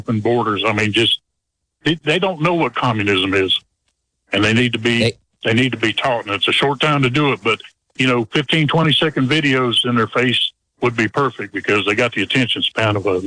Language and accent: English; Climax, North Carolina, United States